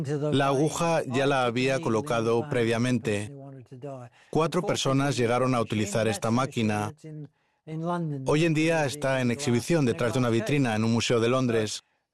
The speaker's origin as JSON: {"language": "Spanish", "country": "Australia", "moved": "yes", "lives_now": "Amsterdam, Netherlands", "said": "soy de Australia. Aunque ahora vivo en Ámsterdam, en los Países Bajos"}